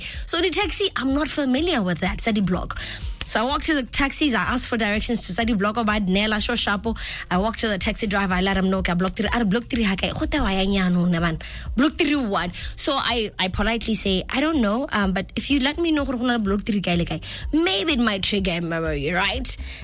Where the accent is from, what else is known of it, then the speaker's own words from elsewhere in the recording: Botswana; I'm from Khaburoni. I'm with Yarn FM for the trade fair.